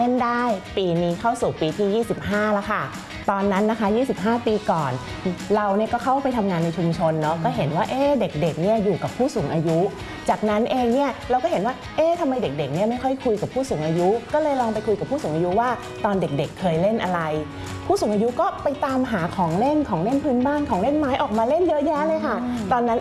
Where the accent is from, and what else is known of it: Bangkok, Thailand; born or raised there